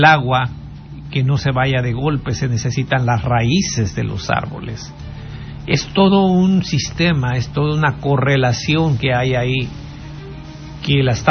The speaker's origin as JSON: {"language": "Spanish", "town": "Vallecito de Zaragoza", "region": "Guerrero", "country": "Mexico", "tie": "born or raised there", "moved": "yes", "said": "mi pueblo, a Vallecito de Zaragoza"}